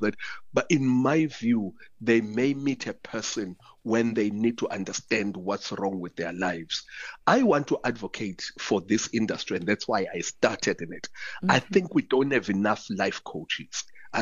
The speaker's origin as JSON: {"language": "English", "town": "Umlaas", "region": "KwaZulu-Natal", "country": "South Africa", "said": "I mean, for example, I'm from Umlaas"}